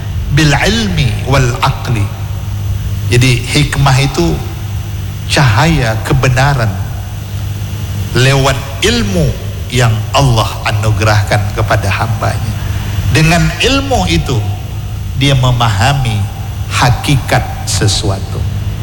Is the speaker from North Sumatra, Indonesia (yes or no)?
yes; Medan, North Sumatra, Indonesia; now in Banda Aceh, Indonesia; Saya dari Medan datang ke Banda Aceh, saya pun harus menikmati apa makanan yang ada di Banda Aceh ini.